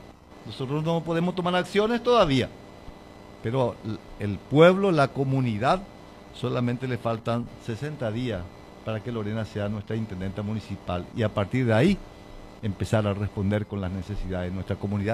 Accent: Fram, Itapúa, Paraguay; como paraguayo, como frameño

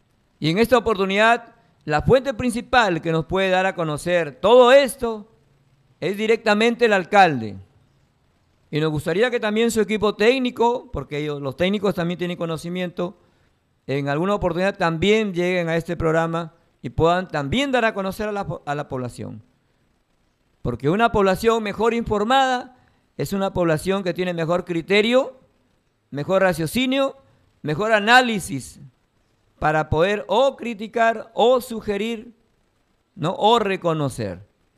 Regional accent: Peru; Ya los peruanos no necesitamos odios

